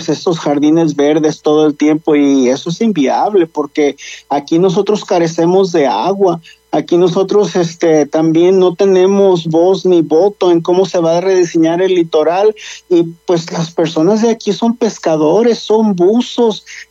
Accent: Punta de Mita, Nayarit, Mexico; somos pobladores de aquí, de Punta de Mita

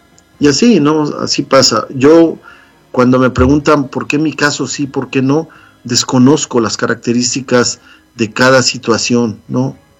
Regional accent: Mexico; now in United States; nosotros, los mexicanos

